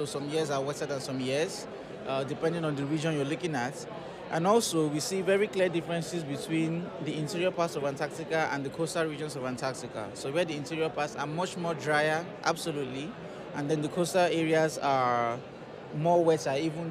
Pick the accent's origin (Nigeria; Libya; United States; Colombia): Nigeria; English is a second language; now in Hobart, Australia; I'm Nigerian. I am with the University of Tasmania.